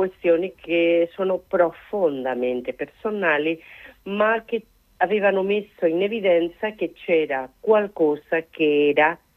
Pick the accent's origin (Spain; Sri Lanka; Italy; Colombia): Spain; io sono spagnola